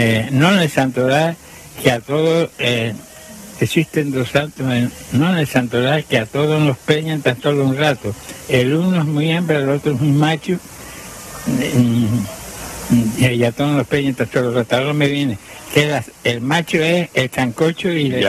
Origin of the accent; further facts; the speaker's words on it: Agüimes, Canary Islands, Spain; also born or lived in Ingenio, Gran Canaria; nací en ingenio, mi madre es de ingenio, me crié en Agüime, mi padre es de Agüime